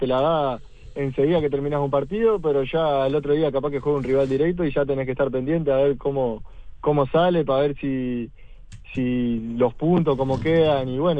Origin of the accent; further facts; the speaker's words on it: Montevideo, Uruguay; born there; moved away as an adult; now in Ciudad de la Costa, Uruguay; Yo nací ahí en Manga